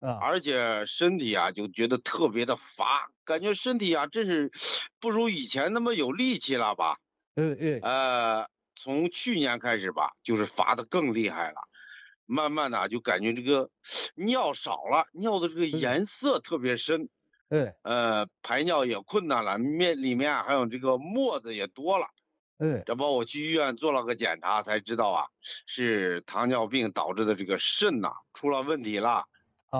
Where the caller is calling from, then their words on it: Hebei, China; 我是河北的一个听众。